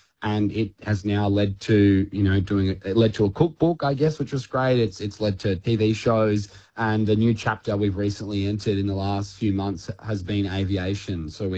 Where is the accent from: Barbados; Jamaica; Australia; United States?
Australia; Kununurra, Western Australia; also born or lived in Wyndham; I remember as a 16-year-old thinking, well, I have this amazing opportunity here to highlight what life is like growing up in Kununurra and Wyndham and the Kimberley.